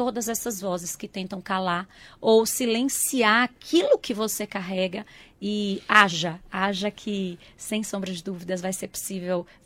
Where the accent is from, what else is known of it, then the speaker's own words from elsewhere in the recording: João Dourado, Bahia, Brazil; also born or lived in Irecê; Então, eu sou natural de Irecê, mas a minha cidade é João Dourado.